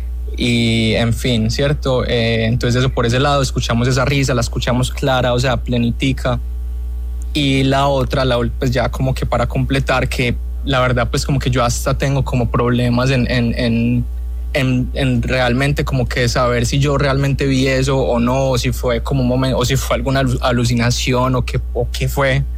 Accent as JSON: {"language": "Spanish", "town": "Medellín", "region": "Antioquia", "country": "Colombia", "tie": "born or raised there", "moved": "yes", "lives_now": "Fort Lauderdale, United States", "said": "me comunico desde Fort Lauderdale, Florida, pero soy de Medellín."}